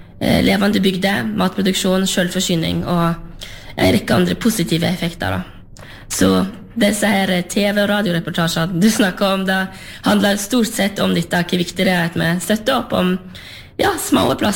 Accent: Sørheim, Vestland, Norway; jeg kommer jo fra Sørheim på sørsiden av Lustrafjorden, og etter hvert som jeg har vært større, så oppdaget jeg jo at verden er større enn Sørheim

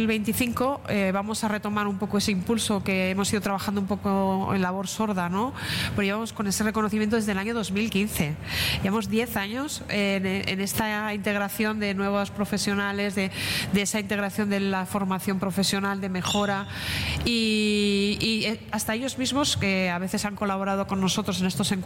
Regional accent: Burgos, Castile and León, Spain; soy de Burgos y siempre he estado allí

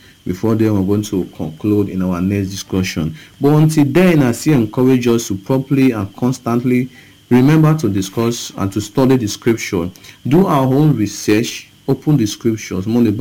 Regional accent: Okada, Edo, Nigeria; Once again … from Okada Town, Edo State, Nigeria, and it's a pleasure to discuss with you.

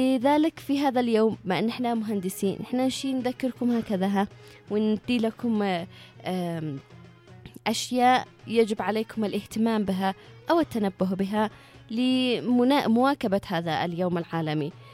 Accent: Yemen; عندنا في اليمن بيئة متنوعة

